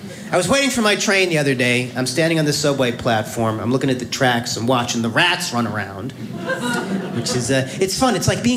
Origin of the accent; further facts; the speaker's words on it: New York, United States; as a New Yorker, it's really freaking me out. You have no idea how terrifying it is to see a stranger approach you when you're a New Yorker who is smiling.